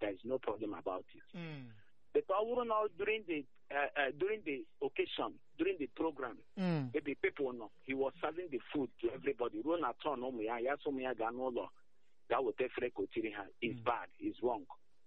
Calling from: Aba, Abia, Nigeria; I'm calling from Ngwa Road now. I'm on at Ngwa Road now.

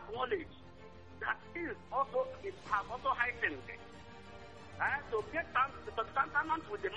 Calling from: Apa, Nigeria; I call from Apa.

